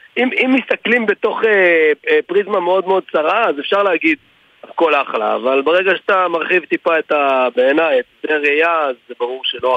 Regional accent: Northern District, Israel; moved away as an adult; now in Tel Aviv, Israel; גם אני קיבוצניק אגב, במקור מקיבוץ ניר דוד, ובאיזשהו שלב עברתי לתל אביב, כמו שעושים כזה אחרי הדיול, אחרי הצבא

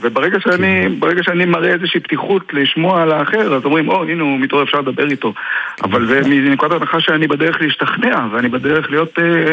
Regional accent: Jerusalem, Jerusalem District, Israel; moved away; אני נולדתי בירושלים וגדלתי בירושלים.

